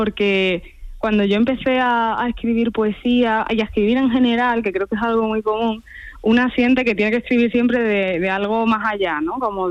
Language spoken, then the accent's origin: Spanish; Spain; en mi pueblo no hay bosques maravillosos y frondosos, hay una dehesa, porque es la Sierra Norte